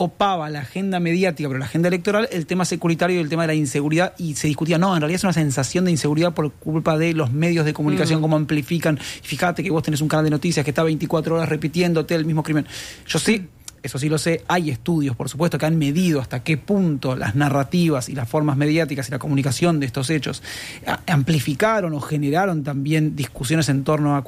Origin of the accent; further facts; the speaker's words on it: Argentina; moved away; yo vengo de Argentina